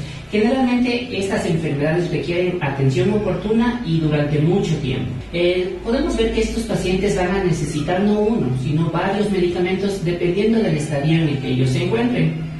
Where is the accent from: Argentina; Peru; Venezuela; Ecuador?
Ecuador; Nuestra cultura como ecuatorianos